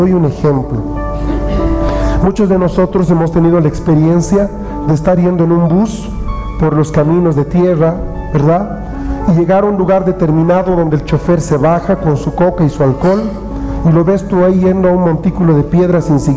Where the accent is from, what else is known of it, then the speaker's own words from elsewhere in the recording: Bolivia; somos gente boliviana o latinoamericanos, para los que nos ven en Chile o en otro país. Y saben, aunque venimos en todos nosotros con algo de sangre indígena